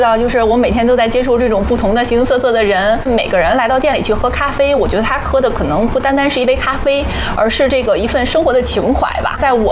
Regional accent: Pinggu, Beijing, China; 因为我们本身就是本地人，然后作为平谷的本地人的话

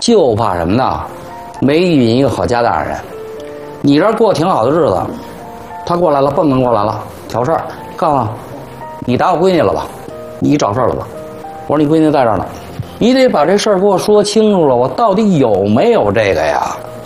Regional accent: Beijing, China; 从朝阳门搬到东直门。

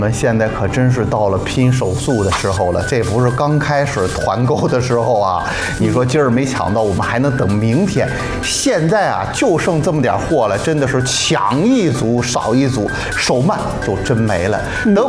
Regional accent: Xuzhou, Jiangsu, China; 大家好，

